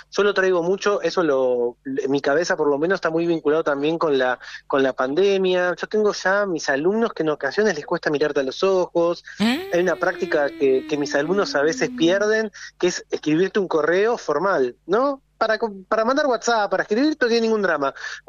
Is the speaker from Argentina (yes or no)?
yes; Campana, Buenos Aires Province, Argentina; yo nací en 1980, mi cuarto adolescente, soy de provincia de Buenos Aires, ciudad de Campana, y el cuarto de mi casa era, lo compartía con mi hermano